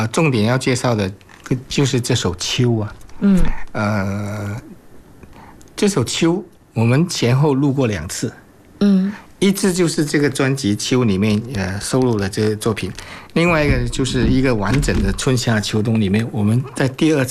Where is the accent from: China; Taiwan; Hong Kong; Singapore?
Singapore; 因为他是印尼华侨，我是新加坡华侨嘛，我们会说一些土话啦。